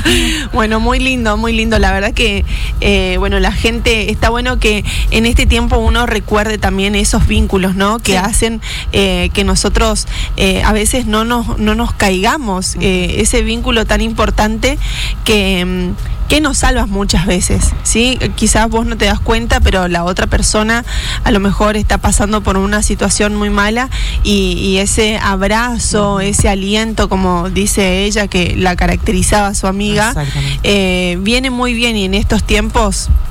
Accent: Argentina; si no, no somos argentinos, no.

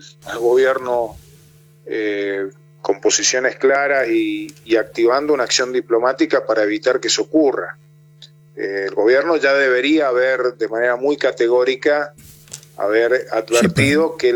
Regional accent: Mendoza, Argentina; esto te lo digo como mendocino, como argentino

